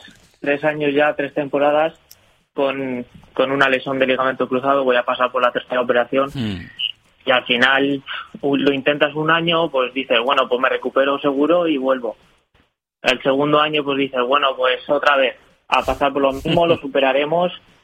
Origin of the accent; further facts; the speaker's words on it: Vilafamés, Valencian Community, Spain; empecé con el Villafamés, que es mi pueblo